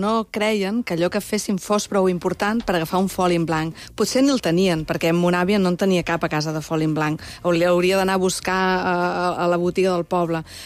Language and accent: Catalan; Catalonia, Spain; born there; jo soc catalana d'aixement, o sigui, tinc allò 8 apellidos catalanes